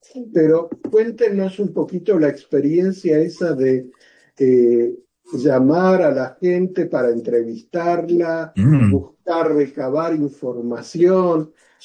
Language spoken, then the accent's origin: Spanish; Argentina; Y yo soy originario de Argentina.